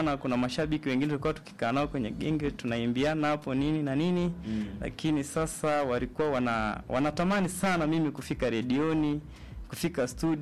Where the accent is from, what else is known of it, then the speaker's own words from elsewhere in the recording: Bunda, Mara, Tanzania; Natokea Bunda. Hapa hapa mkoa wa Mara.